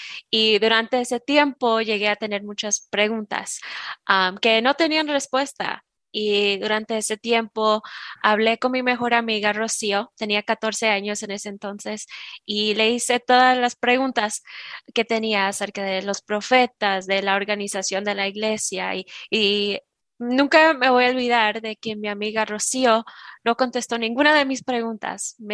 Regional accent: Mexico; Para empezar, yo y mi familia somos de México, así que desde pequeña me llevaron a la iglesia católica y yo llegué a ser monaguía en esa iglesia.

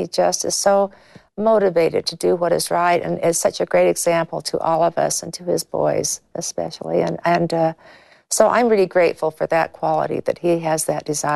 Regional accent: California, United States; And growing up in California, not a world that was always easy to live as members of the church.

